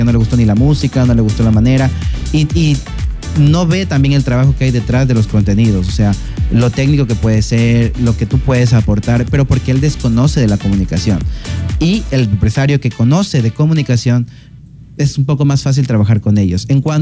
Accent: Ecuador; para nosotros como ecuatorianos

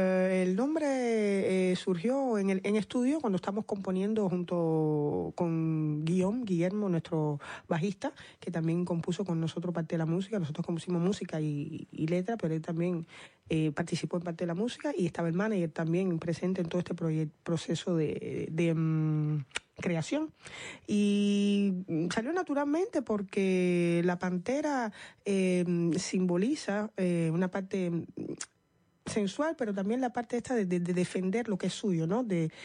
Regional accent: Cuba; moved away; Somos cubanas, por caribeñas, supuesto.

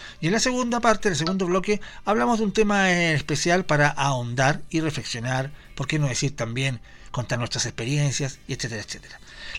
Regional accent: Chile; Pero nosotros que somos americanos, chilenos sobre todo, Melinda Culea.

